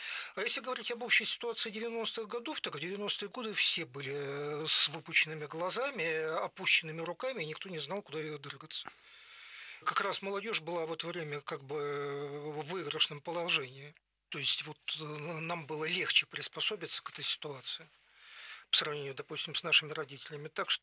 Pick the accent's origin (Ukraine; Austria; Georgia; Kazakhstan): Ukraine; now in Moscow, Russia; моя большая родина Россия, моя малая родина Украина.